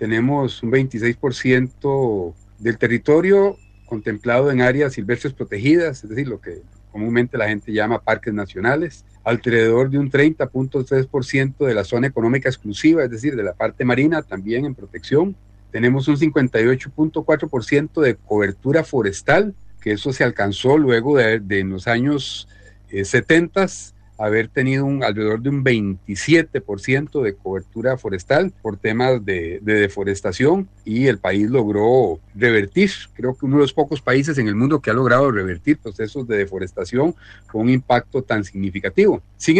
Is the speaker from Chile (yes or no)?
no; Costa Rica; en la zona sur de nuestro país, de Costa Rica.